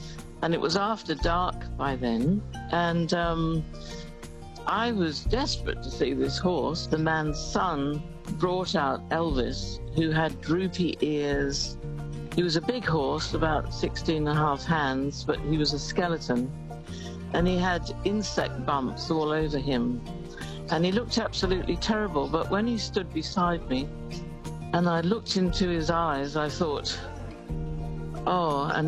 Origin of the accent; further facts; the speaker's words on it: London, United Kingdom; I'm originally from London, so perhaps I was a little bit nonplussed.